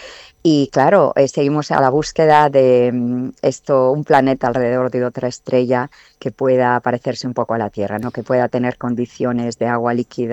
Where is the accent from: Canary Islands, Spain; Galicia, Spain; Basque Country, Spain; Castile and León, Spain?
Galicia, Spain; La productora que lo está haciendo son gallegos. Yo soy de Galicia.